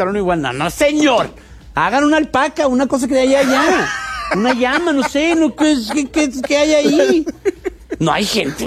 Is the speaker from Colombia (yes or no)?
no; Mexico; Pero uno está educadísimo, como mexicano, uno está educadísimo.